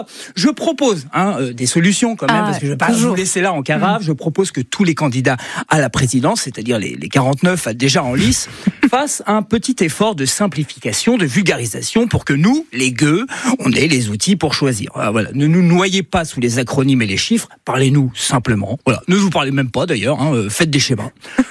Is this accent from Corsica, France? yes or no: yes; Corsica, France; Bonjour, c'est vrai qu'en tant que Corse, j'ai un petit peu peur.